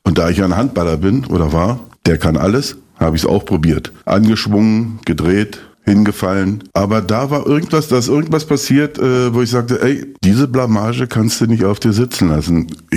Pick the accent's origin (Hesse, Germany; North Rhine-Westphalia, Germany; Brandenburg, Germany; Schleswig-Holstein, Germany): Brandenburg, Germany; Eisenhüttenstadt; born or raised there